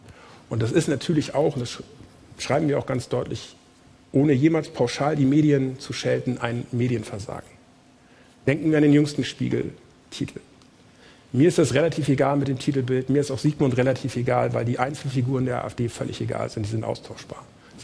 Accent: Hamburg, Germany; der dann in meiner Heimatstadt Hamburg eine Rede halten darf

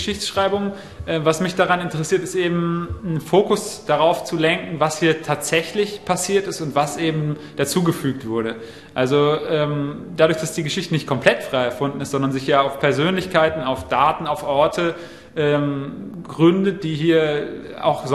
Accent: Marburg, Hesse, Germany; Ursprünglich komme ich aus Marburg in Hessen und bin eben nach Halle gekommen, um dort Kunst zu studieren.

